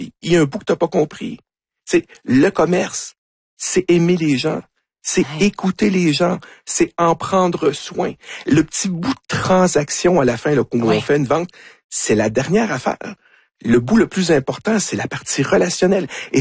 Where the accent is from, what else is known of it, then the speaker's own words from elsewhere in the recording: Canada; Quel accent? On perçoit un accent français. On est des Canadiens.